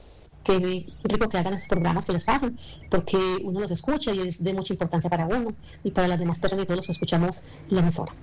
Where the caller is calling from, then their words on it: Titiribí, Antioquia, Colombia; yo soy de Titiribí